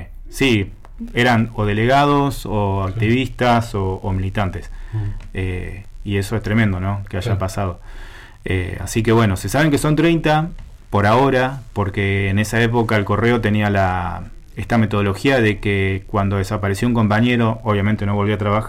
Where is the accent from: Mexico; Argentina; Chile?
Argentina; Orán, Salta; born there; Yo nací en Orán.